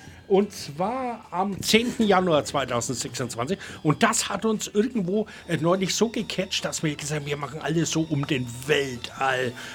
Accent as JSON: {"language": "German", "region": "Bavaria", "country": "Germany", "said": "Das R, mein Gott, und das als Franke habe ich das R vergessen."}